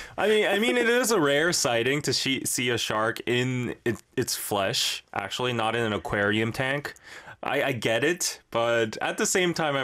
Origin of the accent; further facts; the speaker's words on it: Busan, South Korea; I'm originally from Busan